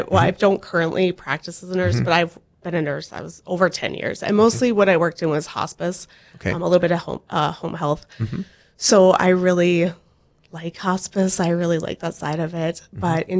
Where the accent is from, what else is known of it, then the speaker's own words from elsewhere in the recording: Buchanan, North Dakota, United States; We started in, well, I'm originally from Buchanan, and then he's from Jamestown.